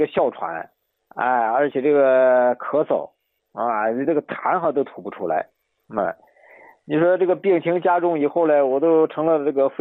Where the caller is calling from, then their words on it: Xi'an, Shaanxi, China; 啊，我是陕西西安的。啊，